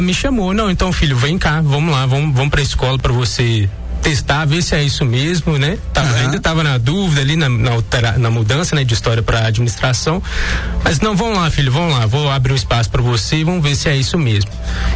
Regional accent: Coronel Fabriciano, Minas Gerais, Brazil; born or raised there

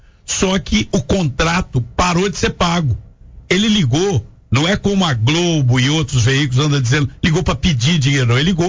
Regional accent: Minas Gerais, Brazil; Aqui que é também a minha terra, eu vim compartilhar essa decisão agora definitiva da gente se colocar como pré-candidato ao Senado.

